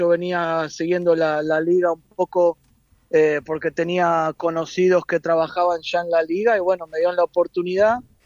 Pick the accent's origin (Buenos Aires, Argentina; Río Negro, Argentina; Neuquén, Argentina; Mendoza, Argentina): Buenos Aires, Argentina; now in Kansas City, United States; Yo me crié en Floresta y ahí en Floresta y Villa Santa Rita